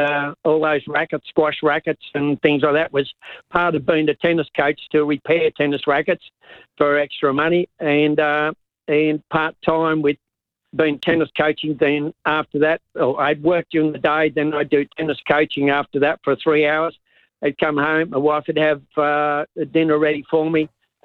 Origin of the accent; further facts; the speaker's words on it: Sydney, New South Wales, Australia; born there; I'm now in the Bankstown area